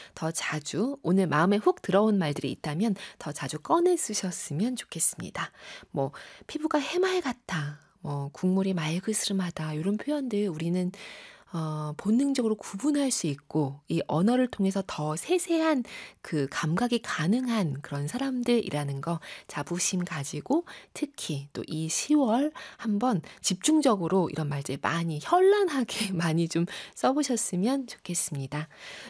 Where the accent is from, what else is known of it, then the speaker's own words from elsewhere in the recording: South Korea; 제가 한국인이어서가 아니라